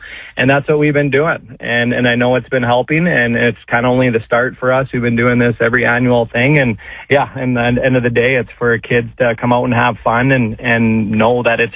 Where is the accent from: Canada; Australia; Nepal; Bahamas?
Canada; Kindersley, Saskatchewan; So, like you said, I'm from Kindersley, Saskatchewan, and like every other young kid in Saskatchewan or Western Canada, a big dream of everyone is being a hockey player